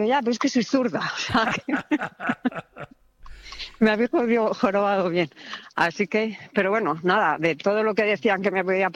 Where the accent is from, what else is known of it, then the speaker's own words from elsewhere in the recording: Valladolid, Castile and León, Spain; Pues mira, yo soy de Valladolid, sí. y iba a trabajar.